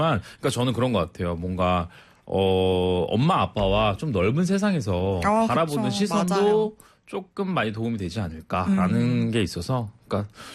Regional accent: Ochang, North Chungcheong, South Korea; born there; moved away as an adult; also born or lived in Cheongju / Cheonan; now in Seoul, South Korea; 저는 원래 충북 오창에서 태어나서 또 청주랑 천안이랑 계속 왔다 갔다 하다가 20살쯤 해가지고 올라왔죠. 상경했죠.

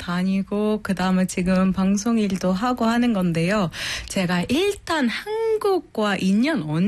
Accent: Alexandria, Alexandria Governorate, Egypt; Korean is a second language; now in South Korea; 저는 이집트 알렉산드리아에서 온 … 한국 온 지 6년 됐고

